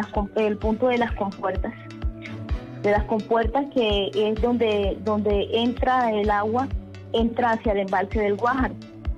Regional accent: Atlántico, Colombia; nosotros somos ribereños, el punto real es Canal del Dique. Nosotros somos ribereños del Canal del Dique, nosotros dependemos del Canal del Dique.

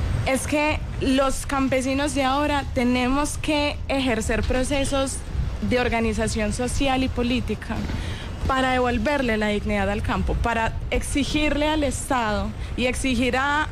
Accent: Medellín, Antioquia, Colombia; Yo soy de San Antonio de Prado, el corregimiento de aquí de la ciudad de Medellín.

